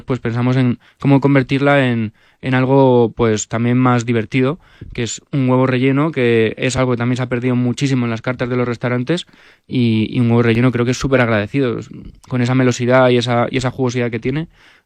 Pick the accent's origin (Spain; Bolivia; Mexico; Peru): Spain; somos cocineros españoles